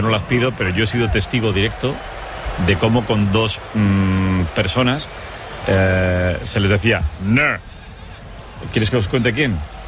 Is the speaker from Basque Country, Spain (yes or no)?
yes; Basque Country, Spain; en el año 90, que yo tendría 11 años, en el año 90 ganó una etapa de la Vuelta Ciclista del País Vasco en mi pueblo. Además, literalmente la puerta de mi casa.